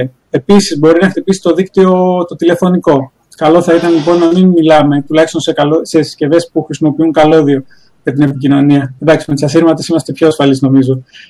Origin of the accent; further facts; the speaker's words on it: Agios Dimitrios, Greece; τον Άγιο Δημήτρη, το χωριό μου.